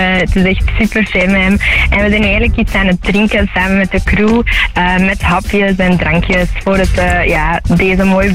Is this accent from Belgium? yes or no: yes; Haaltert, Flanders, Belgium; Wij zijn van Haaltert, dus eigenlijk boven ons streek.